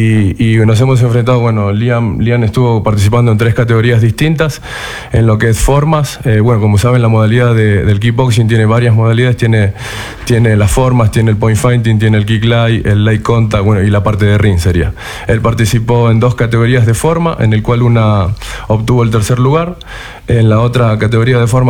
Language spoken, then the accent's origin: Spanish; Argentina; moved away as an adult; now in Ecuador; yo soy argentino, vivo aquí en el Ecuador ya hace casi 7 años. Bueno, vine prácticamente por trabajo, por el deporte, venir a dar clases